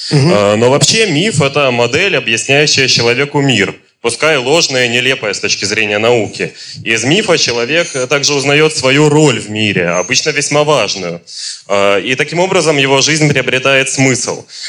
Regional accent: Minsk, Belarus; я из Минска.

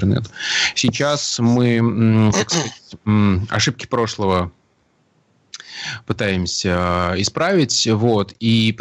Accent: Samara, Samara Oblast, Russia; now in Moscow, Russia; Я родом из Самары, но уже достаточно давно проживу в Москве

